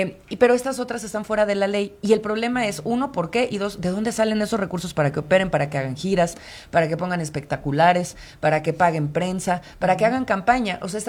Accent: Querétaro, Mexico; born there; yo soy queretana de nacimiento

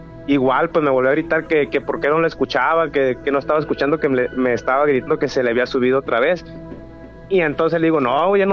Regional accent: Santiago Ixcuintla, Nayarit, Mexico; pero pues tengo una historia que yo soy originario de Santiago Ixcuintla, Nayarit.

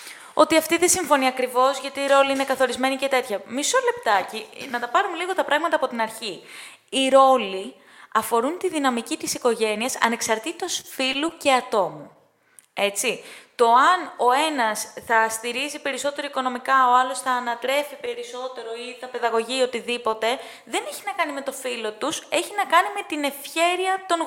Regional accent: Greece; ούτε εμείς είμαστε Έλληνες Έλληνες, είμαστε τουρκόσποροι.

